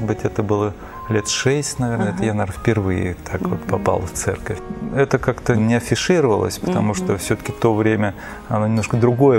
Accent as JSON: {"language": "Russian", "town": "Volgograd", "region": "Volgograd Oblast", "country": "Russia", "tie": "born or raised there", "said": "Я родом из Волгограда. Мои родители – самые обыкновенные люди. Мама работала бухгалтером на заводе, папа тоже работал на заводе."}